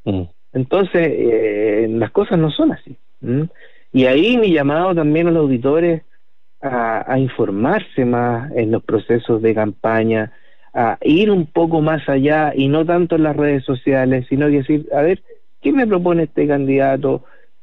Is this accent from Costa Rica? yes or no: no; Chile